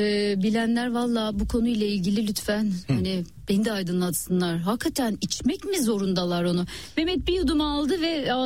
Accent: Siirt Province, Turkey; Onlar da Kayserililer biz Siirtliyiz.

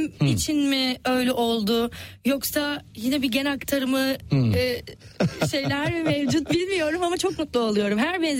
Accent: Bergama, İzmir, Turkey; Memleketim Bergama.

